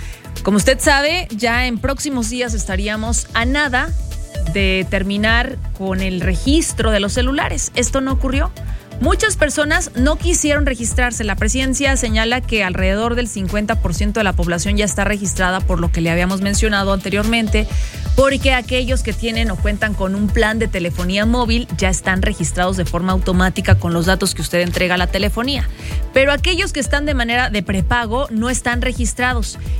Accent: Mexico; ya sabe cómo somos los mexicanos

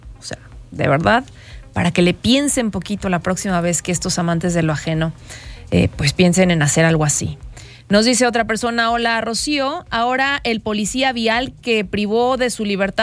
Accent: Asientos, Aguascalientes, Mexico; Entonces, si yo soy de Asientos, forzosamente tengo que meter a mi hija en Asientos.

